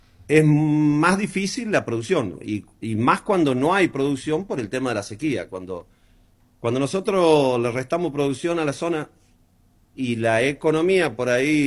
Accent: Argentina; las esperanzas nunca las vamos a perder como argentino

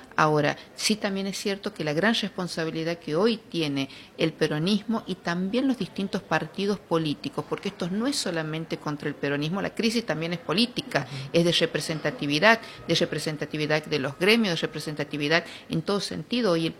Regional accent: Argentina; es volver a la esencia de lo que somos los argentinos.

